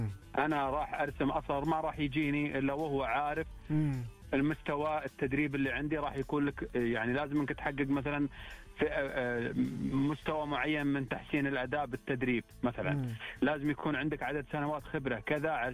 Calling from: Eastern Province, Saudi Arabia; من المنطقة الشرقية

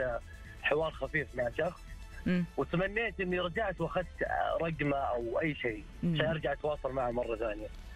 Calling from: Riyadh, Riyadh Province, Saudi Arabia; من الرياض.

